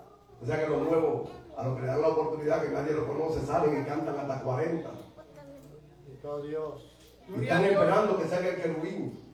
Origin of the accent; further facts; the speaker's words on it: Dominican Republic; Nosotros los dominicanos